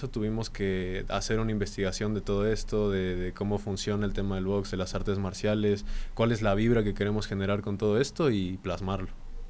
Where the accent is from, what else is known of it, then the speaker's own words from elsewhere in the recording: Ecuador; siendo ecuatoriano